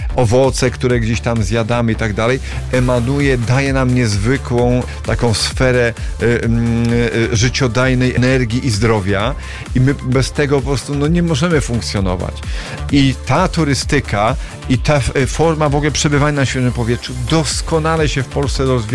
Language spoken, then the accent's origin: Polish; Orzysz, Warmian-Masurian Voivodeship, Poland; Ponieważ pochodzę z Orzysza